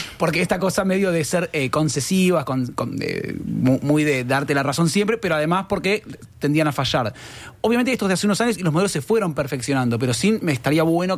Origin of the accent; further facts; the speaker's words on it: Argentina; now in Montevideo, Uruguay; no solo vivo en Montevideo, sino que además soy argentino.